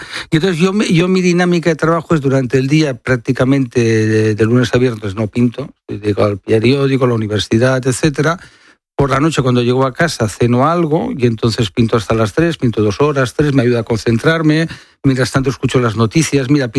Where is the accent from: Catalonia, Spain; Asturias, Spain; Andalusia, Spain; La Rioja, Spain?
Catalonia, Spain; Barcelona